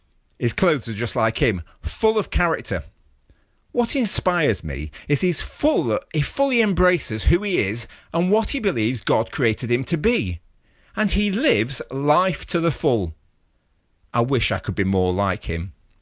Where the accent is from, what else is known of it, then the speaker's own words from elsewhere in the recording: East Midlands, United Kingdom; now in London, United Kingdom; as a kid growing up in Derbyshire